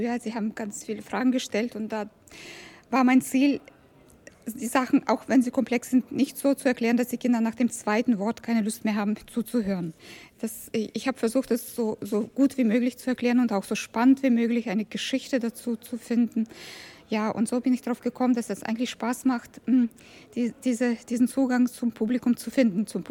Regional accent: Karlsruhe, Baden-Württemberg, Germany; ich komme aus Karlsruhe, von KIT.

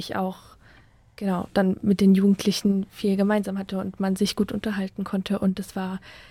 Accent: Romania; French is a second language; moved away; Moi, je suis de Roumanie et donc je vis ici depuis 14 années

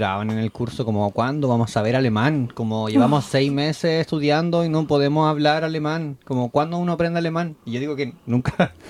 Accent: Chile; moved away as an adult; now in Tübingen, Germany; soy de Chile y vivo en Tübingen hace 11 años.

